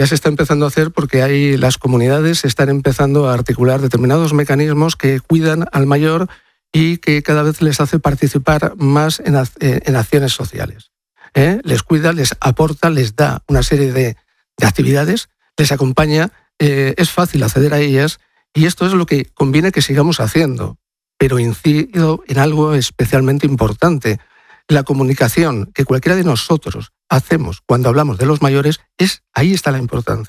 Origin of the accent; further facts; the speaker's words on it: Madrid, Community of Madrid, Spain; Yo soy del pueblo de Madrid.